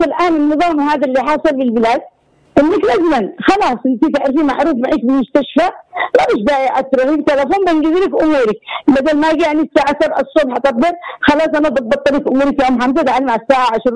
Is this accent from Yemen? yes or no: yes; Yemen; احنا كعرب او كيمني